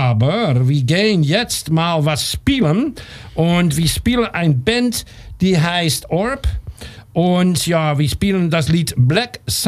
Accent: Amsterdam, North Holland, Netherlands; Ich komme aus Amsterdam.

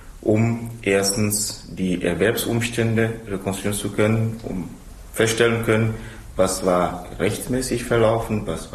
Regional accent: Togo; ich komme aus Togo

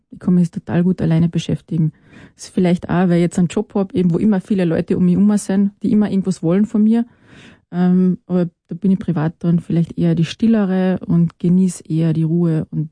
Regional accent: Rennweg am Katschberg, Carinthia, Austria; Ich komme aus Rennweg, also ich bin aus Oberkärnten, im Grenzgebiet eigentlich aufgewachsen, also zwischen Kärnten und Salzburg.

